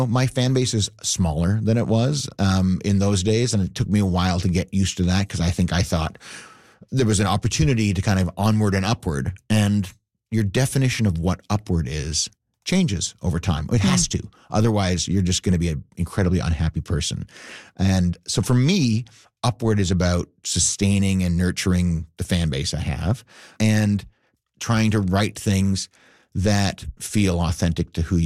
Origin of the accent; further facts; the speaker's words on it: Canada; One of the things I love about being Canadian is I think we always have to prove to each other how much we care about each other.